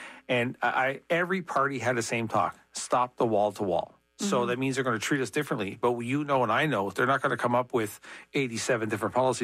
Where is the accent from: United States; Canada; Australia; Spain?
Canada; Quebec; I'm from the Lower North Shore, but we're part of that Côte Nord.